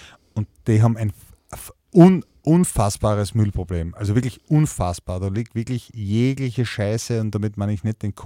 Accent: Greece; es waren die Temperaturen auf jeden Fall in Österreich noch heißer wie bei uns in Griechenland.

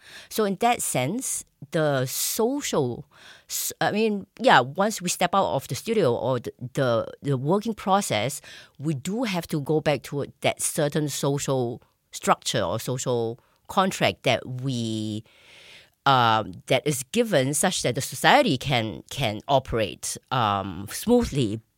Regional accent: Singapore; now in Graz, Austria

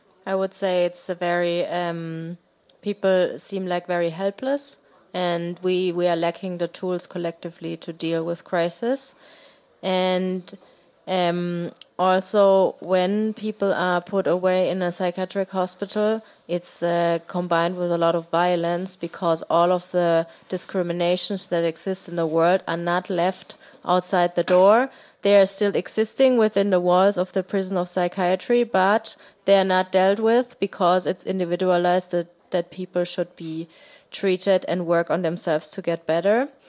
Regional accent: southern Germany, Germany; moved away; also born or lived in Berlin; I'm from Germany. I grew up in the south of Germany, more like a small town.

